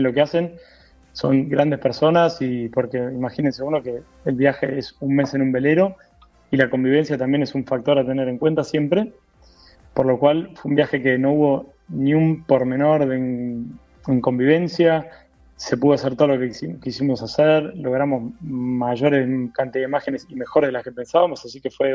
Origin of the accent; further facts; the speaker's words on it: Buenos Aires Province, Argentina; Somos de las afueras de Buenos Aires.